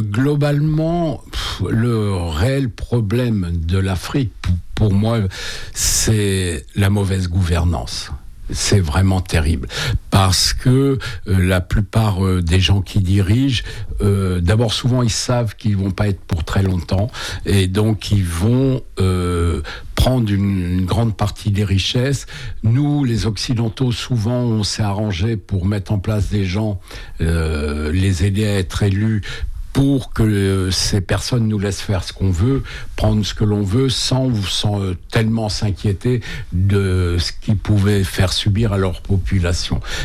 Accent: France; pour moi en tant que Français

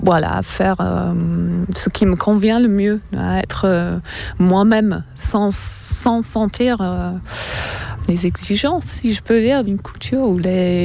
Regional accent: England, United Kingdom; French is a second language; c'est pas que je me sens plus anglaise, je suis anglaise. Hein, quand je retourne en Angleterre, je vois les Anglais, la culture anglaise, le pays, avec un peu de recul.

